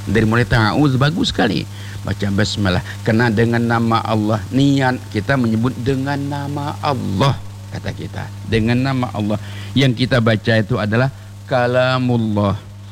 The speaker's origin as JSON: {"language": "Indonesian", "region": "Bangka Belitung Islands", "country": "Indonesia", "said": "kami juga orang Bangka, masih jauh, tapi kita senang melihat"}